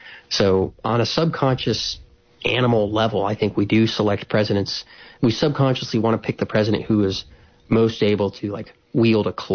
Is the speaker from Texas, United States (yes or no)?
no; Decatur, Alabama, United States; Well, I'm from Decatur, just south of Huntsville. I grew up all around that.